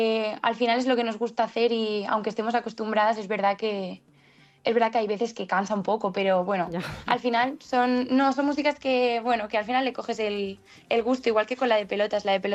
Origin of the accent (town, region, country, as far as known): Spain